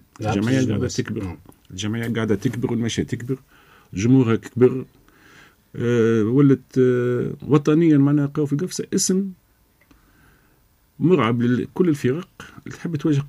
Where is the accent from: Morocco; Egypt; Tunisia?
Tunisia; Gafsa, Gafsa Governorate; الحمد لله كانت ناس فرحانة أن أنا من قفصة فما لاعبين قاعدين يصعدوا للصنف الأكابر